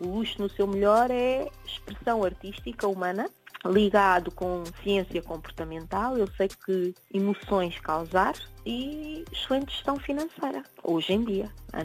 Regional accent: Portugal; moved away as an adult; also born or lived in United States / United Kingdom; como portuguesa que sou.

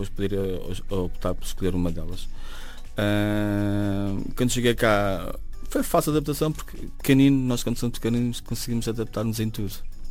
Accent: Angola; born there; Eu nasci em Angola, meus pais foram para Angola, para Luanda.

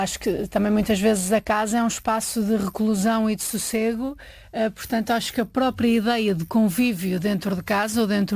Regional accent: Vizela, Norte, Portugal; eu cresci numa casa em Vizela em que eu vivia no resto do chão com os meus pais e esse resto do chão tinha mais uma casa de uma vizinha. E no andar de cima vivia a minha avó. E a minha casa estava ligada à casa da minha avó por dentro

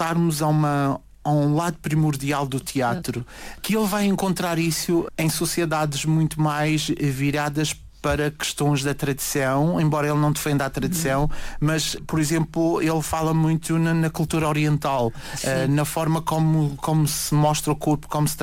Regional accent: Madeira, Portugal; Eu, enquanto madeirense, tenho sempre em mim aquilo que é a minha identidade de ilhéu, a minha cultura.

